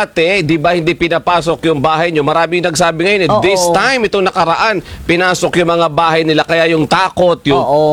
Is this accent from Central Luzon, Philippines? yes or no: yes; Central Luzon, Philippines; dun sa amin sa Pampanga.